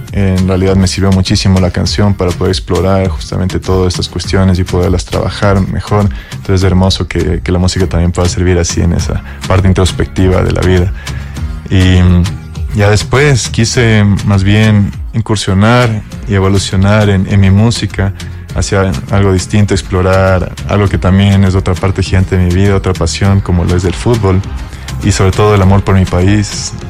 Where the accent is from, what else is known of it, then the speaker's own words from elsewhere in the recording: Ecuador; nosotros como ecuatorianos orgullosos de nuestra patria